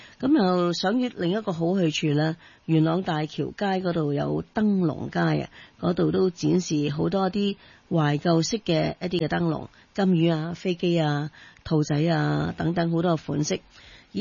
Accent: China; 所以中秋节咧，我哋中国人咧都好重视

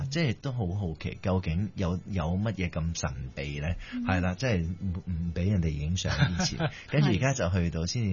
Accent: Ipoh, Perak, Malaysia; 係啊係啊，我喺怡寶長大。

